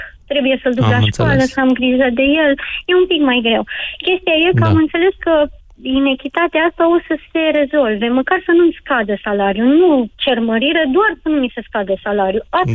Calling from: Cugir, Alba County, Romania; Orașul e foarte mic. Am zis … din Alba Iulia, dar sunt din Cugir. E un oraș micus de tot.

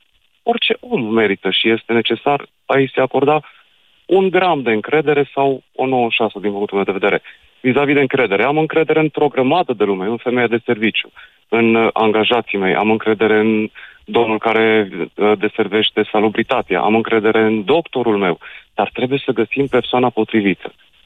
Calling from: Sibiu, Sibiu County, Romania; Eu sunt un antreprenor din Sibiu, din 2007 am firma

